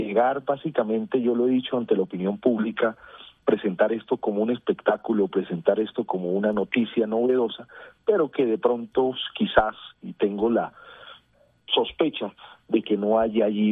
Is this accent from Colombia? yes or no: yes; Barranquilla, Atlántico, Colombia; Mire, yo soy barranquillero y a mí me gustaría que mi ciudad realmente esté a otro nivel